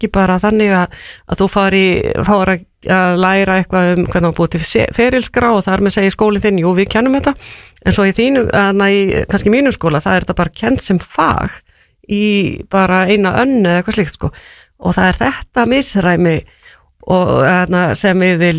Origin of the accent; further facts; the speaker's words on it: Húsavík, Northeastern Region, Iceland; ég er frá Húsavík og þegar ég byrjaði þá var þetta ekki kennt þar sem dæmi